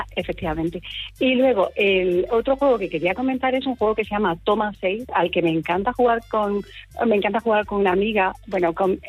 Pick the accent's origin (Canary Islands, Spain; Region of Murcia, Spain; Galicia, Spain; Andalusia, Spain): Region of Murcia, Spain; now in Belfast, United Kingdom; Yo soy murciana.